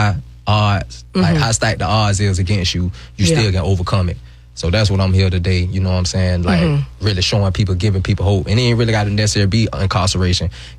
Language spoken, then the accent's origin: English; Jacksonville, Florida, United States; I'm definitely from Jacksonville. Duval is my home. From the north side, Cleveland Arms.